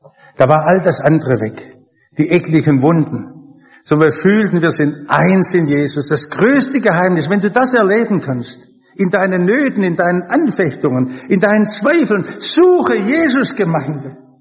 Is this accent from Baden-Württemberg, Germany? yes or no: yes; Stuttgart, Baden-Württemberg, Germany; Ich komme aus Häslach. In meiner Umgebung sind 80% Ausländer in Gesamthäslach insgesamt